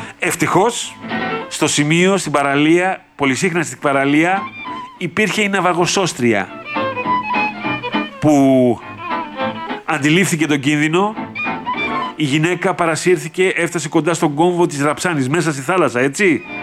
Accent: Greece

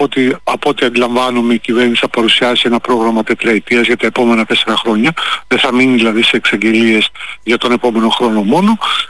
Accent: Greece; αν σε όλη αυτή τη μεγάλη αλλαγή εμείς ως Έλληνες, ως Ελλάδα, έχουμε ένα ρόλο

